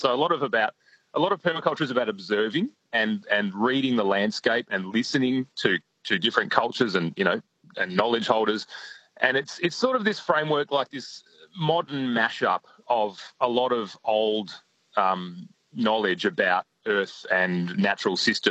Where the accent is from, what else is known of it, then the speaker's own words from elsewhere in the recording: Denmark, Western Australia, Australia; And, my hometown in Denmark, there's the Wallery, which is another sort of community that's been doing interesting stuff.